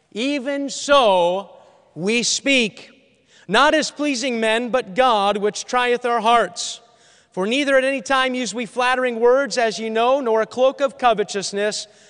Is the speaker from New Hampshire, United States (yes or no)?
yes; New Hampshire, United States; born there; also born or lived in New York / Maine; now in Ohio, United States; Before I moved to Ohio, I grew up in New England. I love New England. I live in Ohio now, but I love growing up in New England. I was born in New York. I lived in Maine for 6 years. Lived about 12, 13, 14 years in the state of New Hampshire.